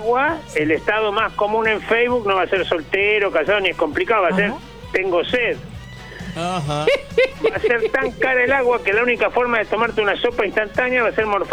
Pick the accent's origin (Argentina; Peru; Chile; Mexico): Argentina; somos argentinos, hinchamos por Argentina